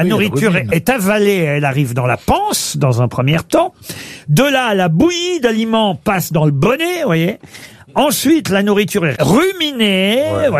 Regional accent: France; Ça, c'est chez nous en France, pas en Belgique.

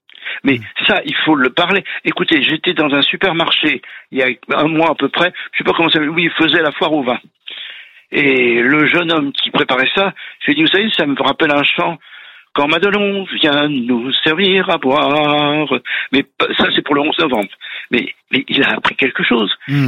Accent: Île-de-France, France; je suis originaire des Yvelines.

